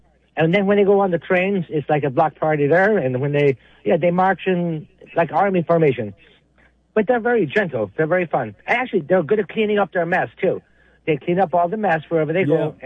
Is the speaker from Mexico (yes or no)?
no; Ireland; So I'm Irish.